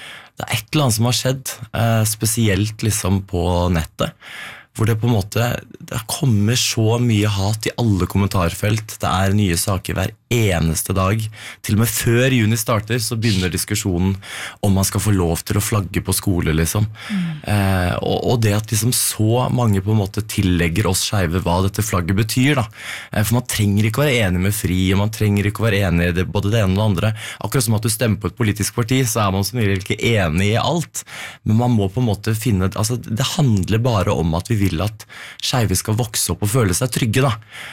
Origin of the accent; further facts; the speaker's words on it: Moss, Østfold, Norway; now in Oslo, Norway; Nei, altså som når jeg flyttet, jeg kom jo fra Moss, og der var det jo, ikke sant, 2006, da var det ikke veldig mange åpne homofile da, så Oslo ble jo på en måte et fristed